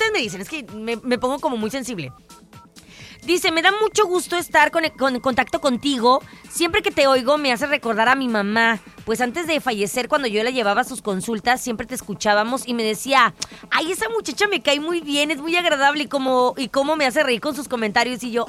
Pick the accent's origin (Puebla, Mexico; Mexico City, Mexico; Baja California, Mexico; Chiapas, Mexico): Baja California, Mexico; Entonces dime tú por qué somos la capital de Baja California.